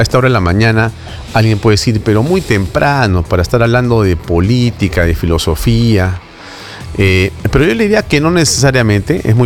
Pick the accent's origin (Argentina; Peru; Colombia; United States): Peru; necesitamos los peruanos, que nos merecemos los peruanos